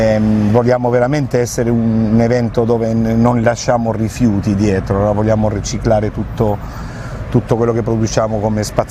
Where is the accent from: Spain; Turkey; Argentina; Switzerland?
Spain; Madrid, Community of Madrid; Italian is a second language; moved away; also born or lived in United States; Io sono madrilegno, sono di Madrid.